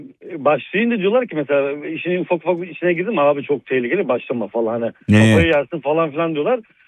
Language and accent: Turkish; Istanbul, Turkey; İstanbul'da doğduk, büyüdük, yetiştik